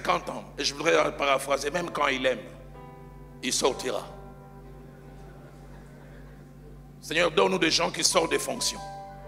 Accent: Kinshasa, DR Congo; Chez moi à Kinshasa

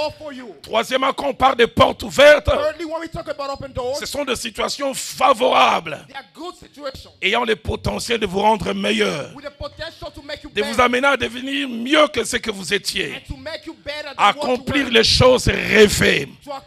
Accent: Kinshasa, DR Congo; Ah, il n'y a que les Kinois qui pourront comprendre cela. Chez nous, à Kinshasa, on dit ceci.

